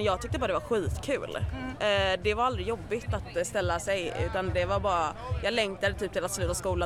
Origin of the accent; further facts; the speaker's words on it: Gothenburg, Västra Götaland County, Sweden; Jag är ju från Göteborg, så att jag blev ju skitglad när jag fick frågan.